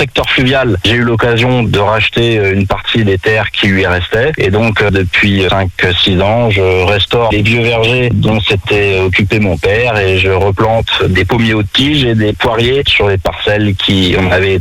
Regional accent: Nogent-le-Bernard, Pays de la Loire, France; j'ai passé une bonne partie de mon enfance dans la Sarthe, à Nogent-le-Bernard, où mon père a repris une ferme au début des années 90

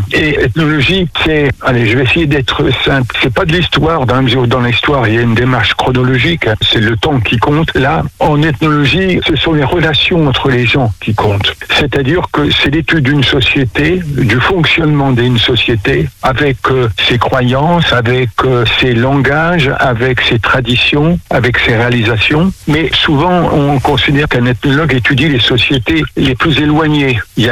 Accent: Le Mans, Pays de la Loire, France; born there; Je suis pas tout jeune. Je suis né en 1941 au Mans, donc citadin largement octogénaire.

